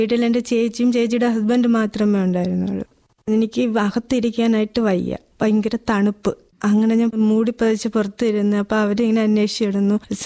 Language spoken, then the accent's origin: Malayalam; Attingal, Kerala, India; സ്വദേശം ആറ്റിങ്ങൽ. ബഹാം ചെയ്തുകൊണ്ട് വന്നത് പെരുക്കട.